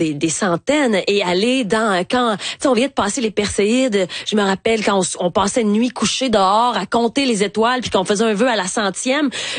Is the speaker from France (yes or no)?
no; Dolbeau-Mistassini, Quebec, Canada; moved away; je suis retournée vivre dans ma ville natale d'Olbeau-Mistassini.